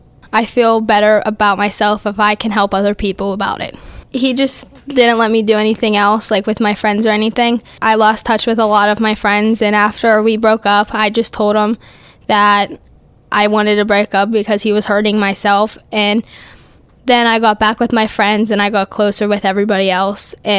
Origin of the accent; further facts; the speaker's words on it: South Allegheny, Pennsylvania, United States; I'm 14, and I'm from South Allegheny.